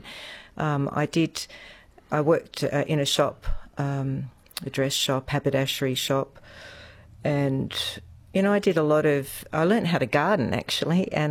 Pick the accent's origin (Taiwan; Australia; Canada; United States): Australia; Adelaide, South Australia; growing up in Adelaide